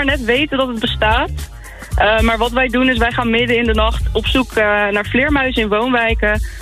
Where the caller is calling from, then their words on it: Aalsmeer, North Holland, Netherlands; Ik ben 24 en ik kom uit Alsmeer.